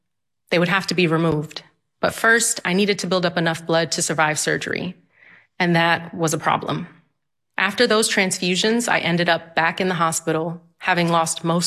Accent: New York City, New York, United States; now in Phoenix, United States; The thing that I loved about growing up in New York is you can see the entire world in your little city. There are people from all over the world who speak all different languages.

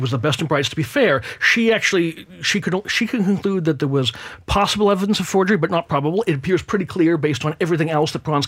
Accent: Linfield, United States; born or raised there

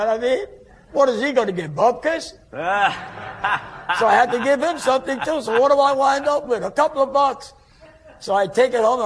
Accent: New York City, New York, United States; Because I come from Hell's Kitchen, what do I know?

